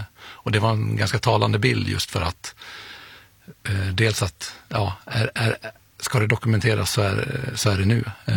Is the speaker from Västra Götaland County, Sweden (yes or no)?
no; Svärdsjö, Dalarna County, Sweden; born there; moved away